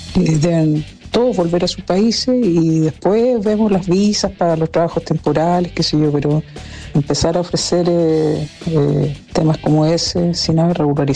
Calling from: Concepción, Biobío, Chile; de Concepción.

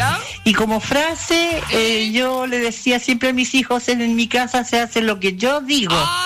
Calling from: Viña del Mar, Valparaíso, Chile; te hablo desde Viña del Mar.

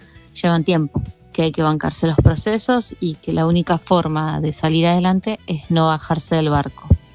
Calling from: Munro, Buenos Aires Province, Argentina

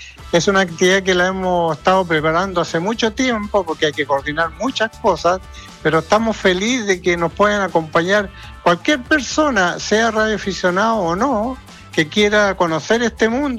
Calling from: Valparaíso, Chile; Así somos los porteños.

